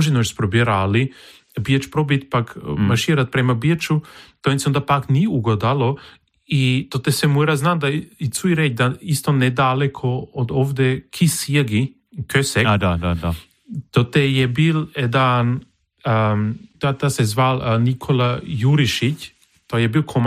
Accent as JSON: {"language": "German", "region": "Burgenland", "country": "Austria", "said": "ich bin Burgenländer"}